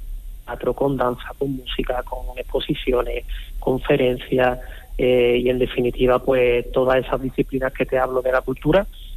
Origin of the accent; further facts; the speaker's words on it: Brenes, Andalusia, Spain; la patrona de mi pueblo, de Brenes